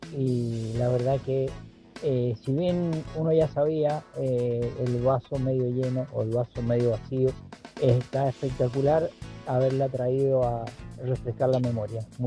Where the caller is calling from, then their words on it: Vista Flores, Mendoza, Argentina; de Vista Flores.